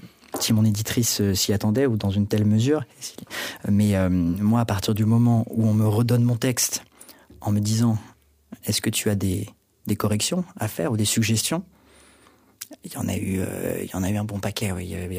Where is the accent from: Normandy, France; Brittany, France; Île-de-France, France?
Île-de-France, France; Paris; moi, je suis né, j'ai grandi à Paris, d'un père québécois, et donc toute ma famille est au Québec. Donc j'ai vraiment grandi entre ces deux cultures.